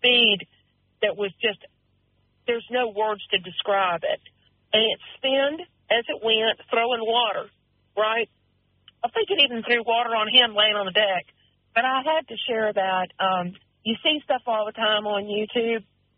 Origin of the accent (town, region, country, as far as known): Virginia, United States